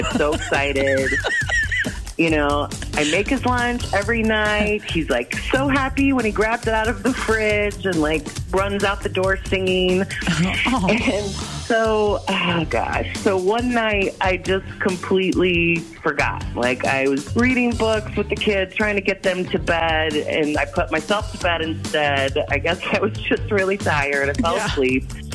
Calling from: Watertown, Wisconsin, United States; I'm from Watertown.

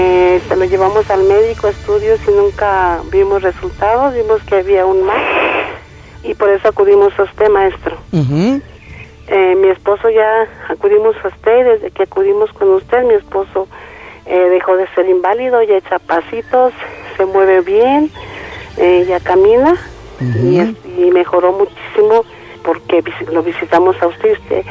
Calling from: Jocotepec, Jalisco, Mexico; De acá, de Jalado, de Jocotepec.

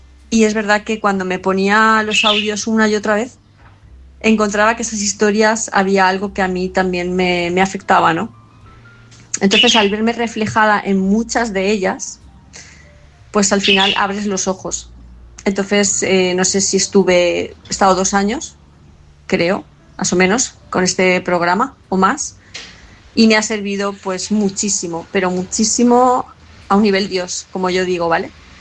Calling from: Palma, Balearic Islands, Spain; de Palma de Mallorca

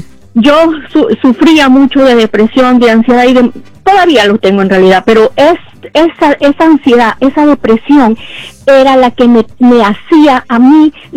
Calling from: Allentown, Pennsylvania, United States; Ya no trabajo en limpieza, por cierto, y vivo en otro lado. Vivo en Allentown, Pensilvania.

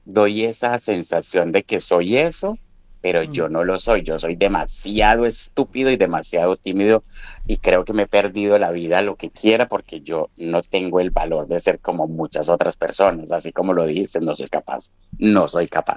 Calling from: Pereira, Risaralda, Colombia; pues nosotros somos de Pereira

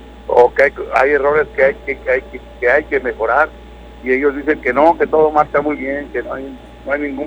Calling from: Mexico

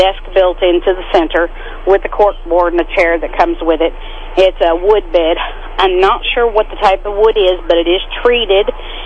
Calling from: Marshall, Missouri, United States; Hi, I'm calling from Marshall

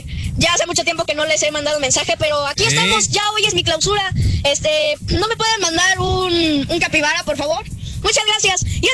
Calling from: Cuautla, Morelos, Mexico; aquí vengo desde HH Cuautla, Morelos

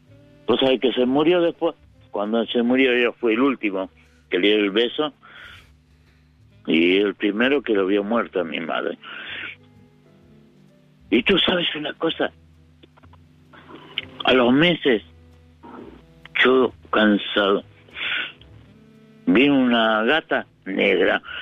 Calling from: Longchamps, Buenos Aires Province, Argentina; Disculpa tú. Soy de Longchamp.

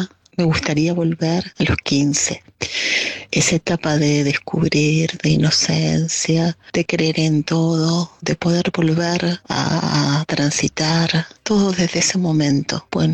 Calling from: Castelar, Buenos Aires Province, Argentina; de Castelar.

